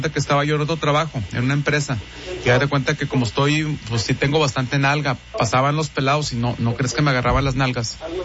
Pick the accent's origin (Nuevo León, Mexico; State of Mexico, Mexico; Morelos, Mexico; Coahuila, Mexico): Coahuila, Mexico; Saltillo; también ya en el acta, como yo vengo de Saltillo, ya tengo nombre de mujer, ¿verdad?